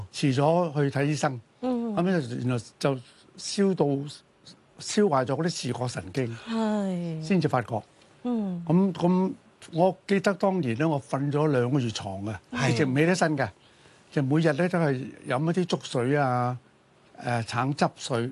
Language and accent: Cantonese; Macau; 我澳門出生。